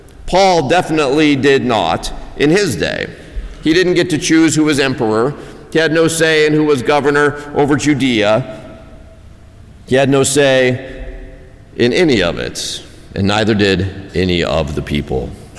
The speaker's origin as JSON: {"language": "English", "country": "United States"}